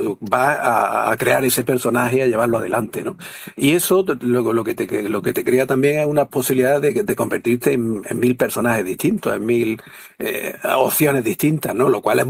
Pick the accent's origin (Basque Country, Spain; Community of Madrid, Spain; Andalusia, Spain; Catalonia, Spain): Andalusia, Spain; Granada; born there; yo nací en Granada, pero yo cuando me preguntan de dónde eres, digo, yo nací en Granada, pero mi pueblo es Alhama. Y yo he vivido muchos años ahí